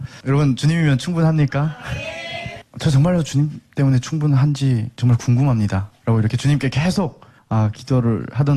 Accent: Hamhung, South Hamgyong, North Korea; moved away as an adult; now in South Korea; 저는 고향이 북한의 함경남도 함흥에서 출생을 했습니다. 그리고 2010년까지 북한에서 축구선수로 활동하다가 2011년에 북한군에 입대를 하게 됐고요.

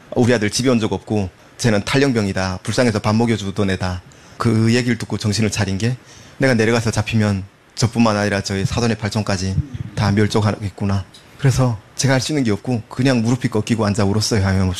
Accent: North Korea; moved away; 그 친구 어머님이 네가 왜 여기 있냐고 제가 탈북한 건 이미 다 소문이 나가지고

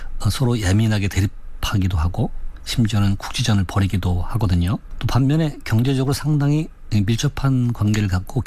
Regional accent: Pyongyang, North Korea; 하나님, 북한 평양에 연고를 둔 내 고향 여자축구단이 대한민국 수원을 방문하여

